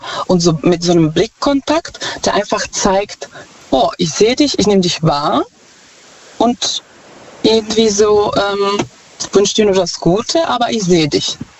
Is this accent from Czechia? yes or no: yes; Czechia; German is a second language; now in Germany; Ich komme ursprünglich aus Tschechien.